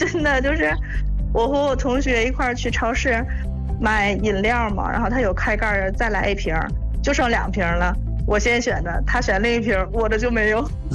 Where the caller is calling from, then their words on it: Tangshan, Hebei, China; 我是唐山的。